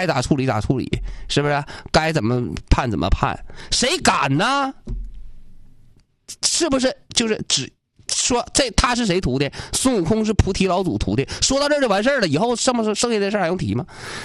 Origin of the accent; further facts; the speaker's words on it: Jilin, China; 我作为吉林人，